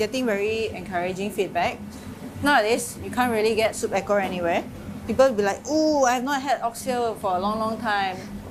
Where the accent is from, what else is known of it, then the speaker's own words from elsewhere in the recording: Malaysia; We've actually seen fruits or ingredients that as a Malaysian, we've not seen it before.